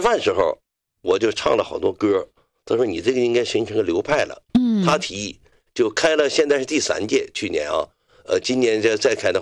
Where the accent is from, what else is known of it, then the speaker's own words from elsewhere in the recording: Northeast China, China; 就是黑土地的人呢，就是尤其是啊，从我的家乡流过的是松花江，是吧？母亲河，